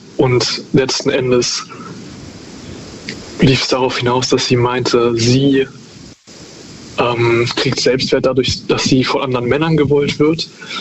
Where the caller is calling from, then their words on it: Cologne, North Rhine-Westphalia, Germany; ich komme aus Köln.